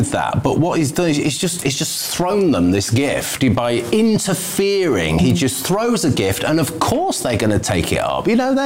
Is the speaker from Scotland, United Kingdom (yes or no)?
no; Manchester, North West England, United Kingdom; No, it wasn't. I'm from Manchester, I know.